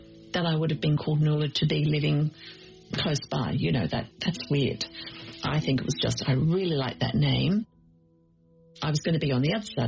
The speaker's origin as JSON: {"language": "English", "region": "England", "country": "United Kingdom", "tie": "born there", "said": "I was born in July 1950. I was born in England"}